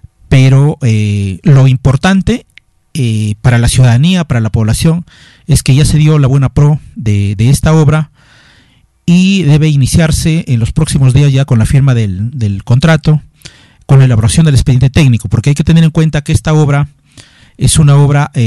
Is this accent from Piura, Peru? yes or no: no; Usquil, La Libertad, Peru; born there; moved away; yo trabajo actualmente para Abaypampa, pero mi tierra es Usquil